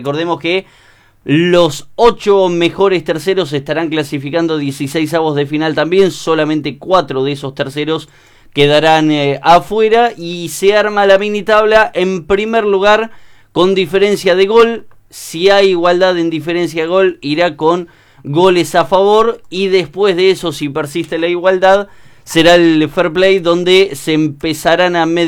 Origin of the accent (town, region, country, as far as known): Argentina